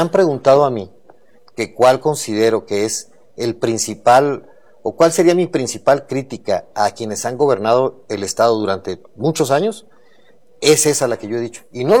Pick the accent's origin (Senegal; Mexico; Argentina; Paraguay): Mexico; podemos hacerlo nosotros como mexicanos